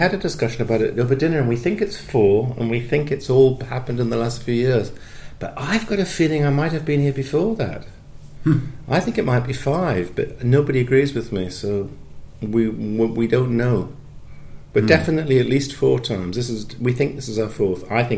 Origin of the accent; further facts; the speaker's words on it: Newcastle, North East England, United Kingdom; also born or lived in Glasgow / Norfolk / London; now in Somerset, United Kingdom; I've been I was born in Glasgow, grew up in Newcastle. I'm currently in Somerset, which is kind of 150 miles southwest of London.